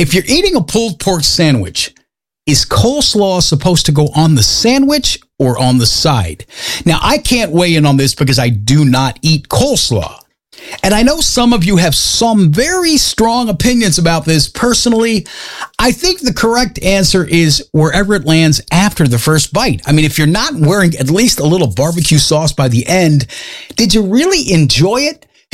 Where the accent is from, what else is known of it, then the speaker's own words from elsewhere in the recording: Mississippi, United States; now in Seattle, United States; I'm from Mississippi. I'm from the South.